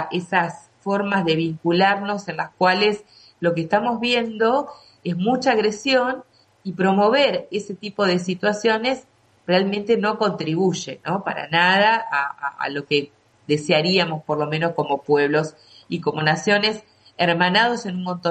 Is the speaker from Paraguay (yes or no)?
no; Argentina; los argentinos hemos sido siempre un pueblo que se ha caracterizado por el respeto, la tolerancia, la confraternidad, el asimilar al que viene de afuera, al que es distinto